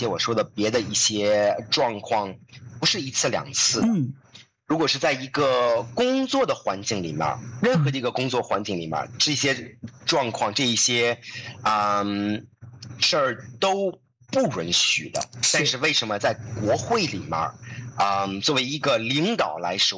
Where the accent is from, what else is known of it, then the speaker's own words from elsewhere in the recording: China; now in New Zealand; 作为一个中国人来说